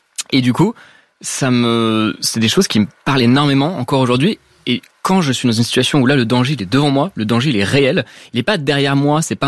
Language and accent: French; Paris, Île-de-France, France; j'ai grandi à Paris. Donc du coup, bon, j'ai grandi autour des gratte-ciel